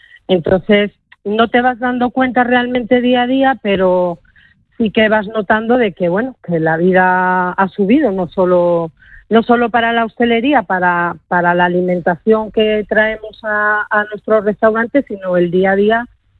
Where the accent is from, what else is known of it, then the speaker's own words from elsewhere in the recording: Gijón, Asturias, Spain; yo nací en la Calzada, viví 2 años en la Calzada, no tengo muchos recuerdos, pero ya recuerdo de muy guaja de venir del colegio, que mis padres tenían La Ponderosa, en la carretera antigua Gijón-Oviedo